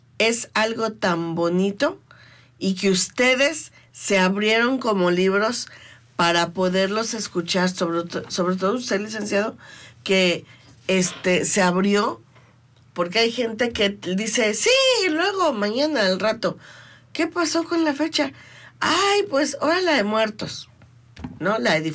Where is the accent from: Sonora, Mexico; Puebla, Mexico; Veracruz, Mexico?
Puebla, Mexico; acá somos mexicanos y somos poblanos.